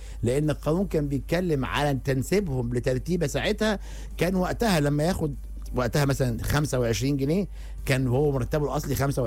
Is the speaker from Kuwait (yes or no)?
no; Egypt; احنا عندنا في مصر حاجه اسمها المهندسين اللي بيشتغلوا باليوميه،